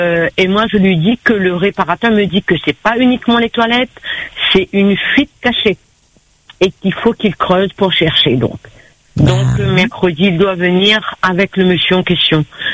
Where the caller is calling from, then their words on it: Le Tampon, Réunion; Moi, j'habite au Tampon, au 37 rue du Tampon, dans l'immeuble de la CEMADER.